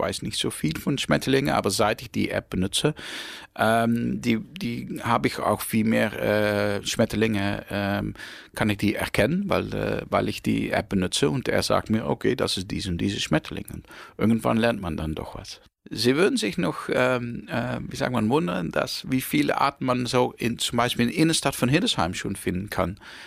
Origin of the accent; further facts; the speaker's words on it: Netherlands; German is a second language; ich komme, wie Sie hören, komme ich aus Holland.